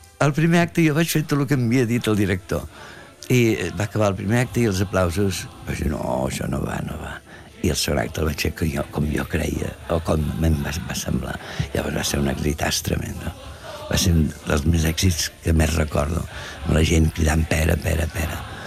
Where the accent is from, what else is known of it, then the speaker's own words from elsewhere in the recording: Catalonia, Spain; Potser sí que soc català